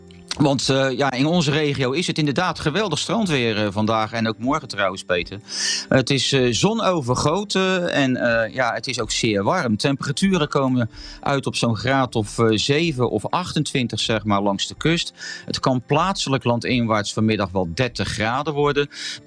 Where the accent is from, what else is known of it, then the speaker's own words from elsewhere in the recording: Rotterdam, South Holland, Netherlands; accent: Rotterdams; ik mag wel mijn Rotterdamse inslag blijven houden.